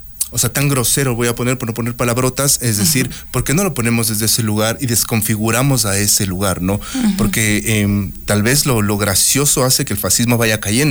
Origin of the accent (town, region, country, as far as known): Ecuador